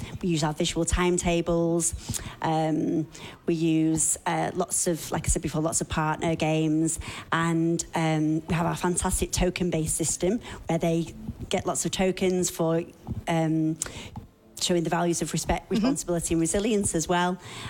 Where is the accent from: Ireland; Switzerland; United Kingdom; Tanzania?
United Kingdom; England; moved away as an adult; also born or lived in Queensland; now in Hamilton, Australia; Yeah, so I'm originally from England. We've lived in Australia for about 12 months now. I was originally in Queensland, but we've come to Hamilton.